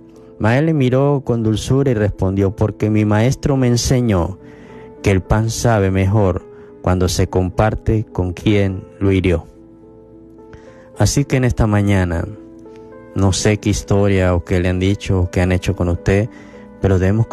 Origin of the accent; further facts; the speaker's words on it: Pregonero, Táchira, Venezuela; born there; vos soy andino, de nacimiento, pregonero, estado Táchira.